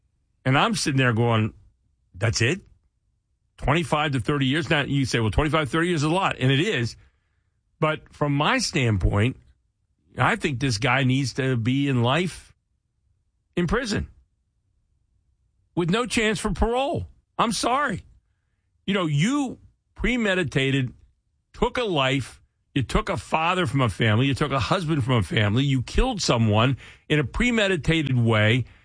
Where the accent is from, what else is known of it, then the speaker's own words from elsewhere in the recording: Pennsylvania, United States; now in York, Pennsylvania, United States; I'm from Pennsylvania. I live up here in York, Pennsylvania, about 45 minutes north.